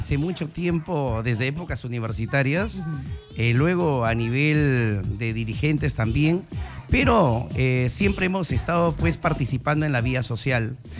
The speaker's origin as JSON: {"language": "Spanish", "town": "Villa El Salvador", "region": "Lima", "country": "Peru", "said": "yo soy un ciudadano de Villa El Salvador."}